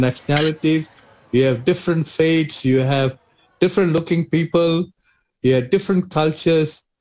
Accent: Malaysia; Then I look back at my upbringing, growing up in Malaysia, I had friends who were Chinese, I had friends who were Buddhists, I had friends who were Tamils, I had friends who were Hindus

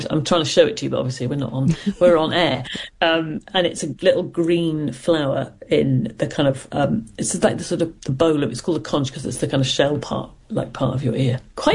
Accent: Ireland; also born or lived in Scotland; now in United Kingdom; Well, I think when we moved in the mid-70s, obviously relations between Britain and Ireland were a very, very low ebb

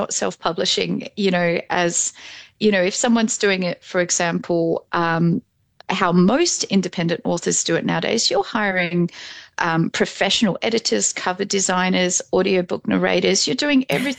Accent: Australia; So I grew up in Outback Australia.

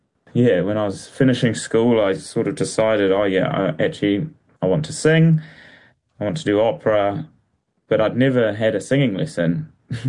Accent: Wellington, New Zealand; I grew up in Wellington.

